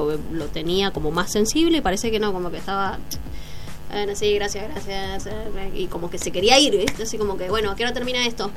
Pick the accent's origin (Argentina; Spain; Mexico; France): Argentina; somos Argentina